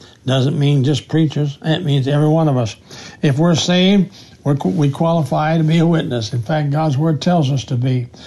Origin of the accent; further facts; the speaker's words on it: South Dakota, United States; also born or lived in Ohio; told him I was a preacher from South Dakota and lived in Ohio